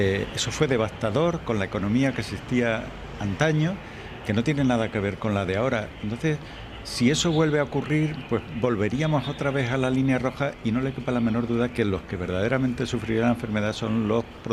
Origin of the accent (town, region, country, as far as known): Extremadura, Spain